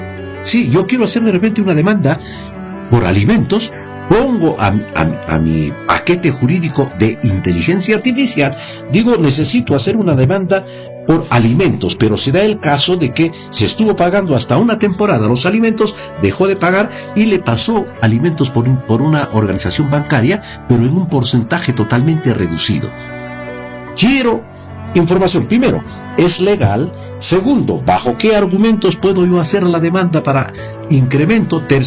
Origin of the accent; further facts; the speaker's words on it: Peru; yo soy peruano.